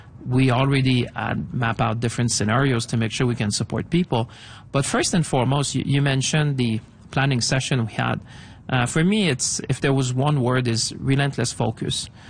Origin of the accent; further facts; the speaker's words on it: Canada; I'm Canadian